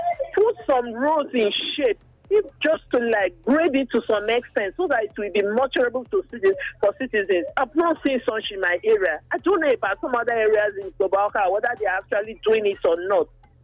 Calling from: Edo, Nigeria; I come from Ikwabaka local government.

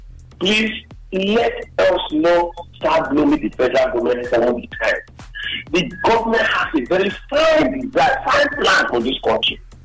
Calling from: Benin City, Edo, Nigeria; I'm calling from Benin here.

